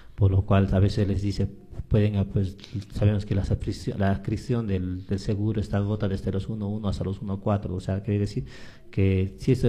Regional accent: Mexico; nuestros paisanos, porque también soy mexicano, ¿no?

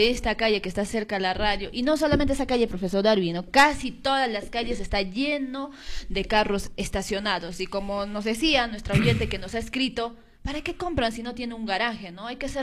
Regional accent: Peru

